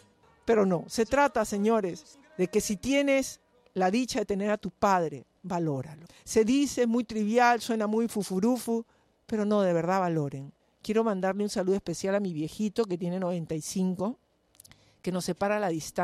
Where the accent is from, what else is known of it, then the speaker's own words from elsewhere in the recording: Peru; yo soy como toda peruana, tengo rasgos chinos, ¿no? Orientales, ¿no?